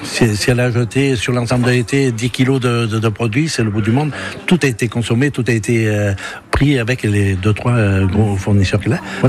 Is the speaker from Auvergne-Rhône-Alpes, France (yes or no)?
yes; Marsanne, Auvergne-Rhône-Alpes, France; Je suis né à Marsanne, donc mes parents avaient une petite ferme.